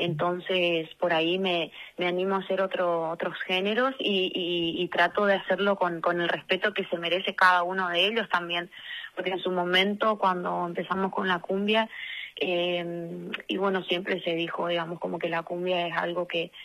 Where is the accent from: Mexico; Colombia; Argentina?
Argentina; Corrientes; Lo hice porque eso es lo que somos como correntinos y como argentinos.